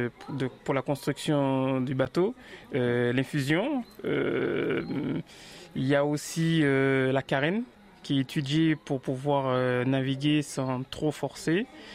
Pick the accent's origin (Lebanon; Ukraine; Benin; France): France; Le Vauclin, Martinique; Je suis du Vauclin.